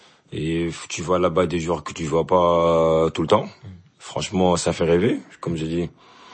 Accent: Senegal; je suis sénégalais.

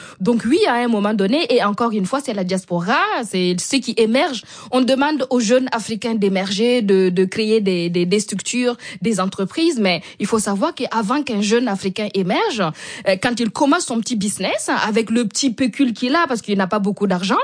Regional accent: Burkina Faso; beaucoup de pays africains l'ont compris, notamment chez moi au Burkina

